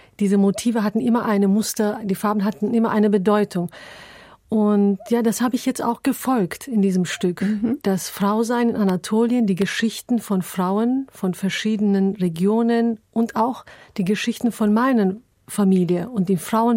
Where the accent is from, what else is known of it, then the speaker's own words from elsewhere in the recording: Istanbul, Turkey; moved away; weil ich auch in Istanbul aufgewachsen bin, in einem Viertel, wo man auch dieses anatolische Seele hören kann, wo alle Menschen, die aus Anatolien nach Istanbul umgezogen sind, zusammenleben.